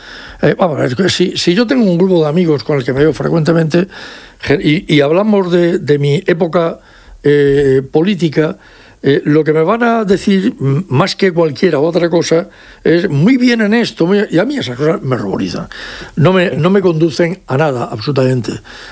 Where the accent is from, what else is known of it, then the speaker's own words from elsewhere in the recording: Region of Murcia, Spain; Esto es lo que a mí me preocupa como español y como murciano también.